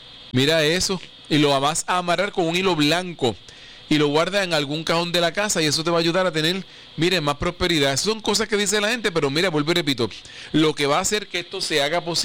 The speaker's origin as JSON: {"language": "Spanish", "country": "Puerto Rico"}